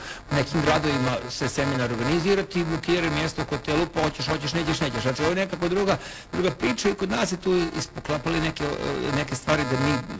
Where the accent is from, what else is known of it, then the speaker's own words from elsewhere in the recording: Subotica, Vojvodina, Serbia; ja sam iz Vojvodine, Sarota Vanko Subotica